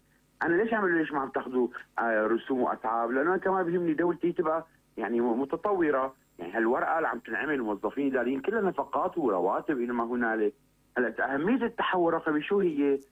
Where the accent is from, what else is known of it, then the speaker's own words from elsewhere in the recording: Syria; عندنا احنا بسوريا